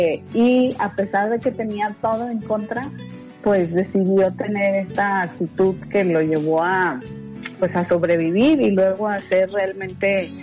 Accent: Mexico

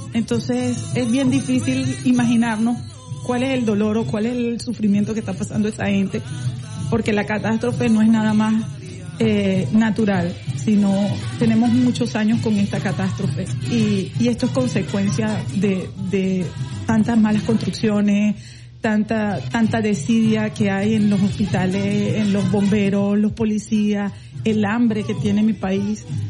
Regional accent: Venezuela; born there; moved away; es mi familia de donde yo nací, de mi patria

